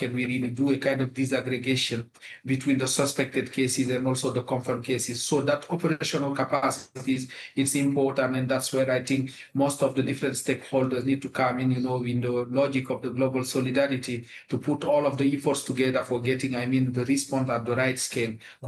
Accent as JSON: {"language": "English", "country": "Guinea", "said": "I'm originally from Guinea, one of the countries which were affected a decade ago."}